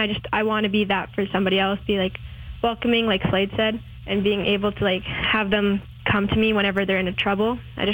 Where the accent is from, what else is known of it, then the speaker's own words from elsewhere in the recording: Flin Flon, Manitoba, Canada; also born or lived in Creighton, Saskatchewan; I'm originally from Flin Flon, Manitoba, /Creighton, Saskatchewan, right on the border.